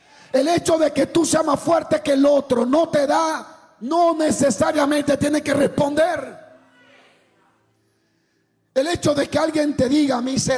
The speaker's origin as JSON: {"language": "Spanish", "country": "Dominican Republic", "said": "Domingo y llegué allá al aeropuerto. Y siempre que yo iba bendecido, yo siempre sabía cómo manejarme. En mi país hay que saber cómo manejarse."}